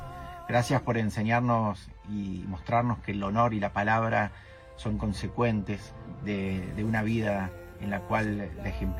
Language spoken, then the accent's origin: Spanish; Argentina; somos muchos los argentinos